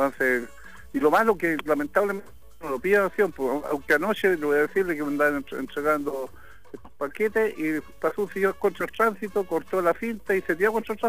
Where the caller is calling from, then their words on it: Chile; soy un ciudadano chileno, le dije yo